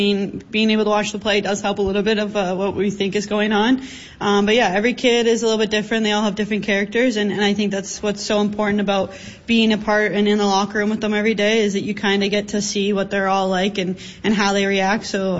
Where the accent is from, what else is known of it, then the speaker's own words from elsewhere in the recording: Windsor, Ontario, Canada; be back in Windsor, my hometown